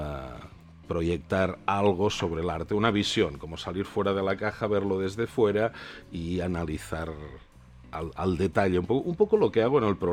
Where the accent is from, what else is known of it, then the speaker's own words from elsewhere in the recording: Catalonia, Spain; soy muy, muy catalán, muy catalán